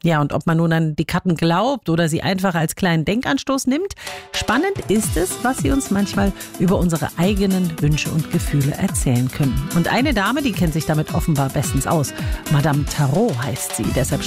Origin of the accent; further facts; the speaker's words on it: Ilmenau, Thuringia, Germany; Band zu Gast in der Ilmenauer Festhalle in meiner Heimatstadt